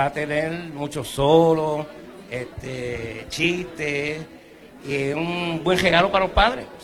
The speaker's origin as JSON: {"language": "Spanish", "town": "Caguas", "country": "Puerto Rico", "tie": "born there", "said": "Pues a mi pueblo, pues de ahí salí yo, de la libre música de Cagua."}